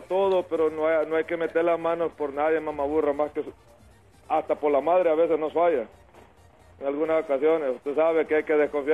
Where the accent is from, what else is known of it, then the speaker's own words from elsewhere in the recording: El Salvador; Yo como salvadoreño, no se le quita que quitó la delincuencia.